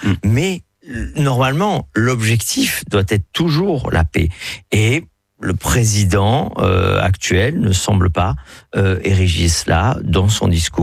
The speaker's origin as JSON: {"language": "French", "country": "France"}